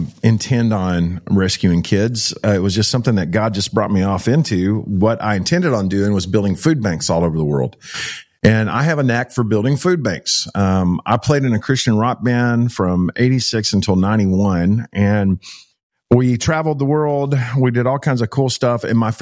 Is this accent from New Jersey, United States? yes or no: no; Joshua, Texas, United States; So I grew up about 10 miles from you in Keene. I grew up in Joshua, Texas.